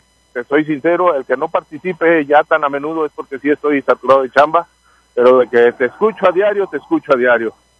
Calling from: Mexico; como mexicanos y yo creo que como latinos, traemos la religión por estirpe. Papá y mamá profesaban esta religión, obviamente me la transmitieron y ya la sigo profesando para mis hijos.

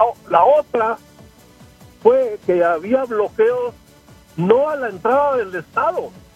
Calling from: Jiménez, Chihuahua, Mexico

